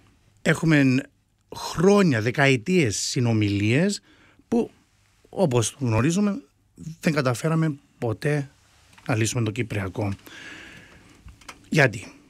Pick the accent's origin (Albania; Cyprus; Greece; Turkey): Cyprus; Τώρα είμαστε Ελληνοκύπριοι εδώ που μιλούμε. ξέρουμε τι θέλουμε σαν Ελληνοκύπροι